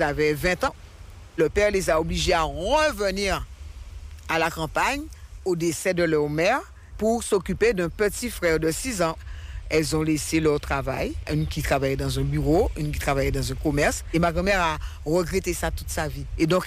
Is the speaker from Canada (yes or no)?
no; Marie-Galante, Guadeloupe; J'ai connu le gourka quand j'étais enfant à Marie-Galante. Donc, je faisais partie d'une association culturelle qui nous faisait faire du gourka en tant que danseuse.